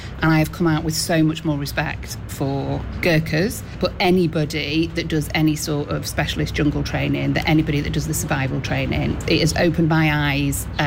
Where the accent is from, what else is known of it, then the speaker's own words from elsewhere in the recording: Stockport, North West England, United Kingdom; I mean, I'm from Stockport, and it gets to about 18 and everybody's got a strappy top and some flip-flops on.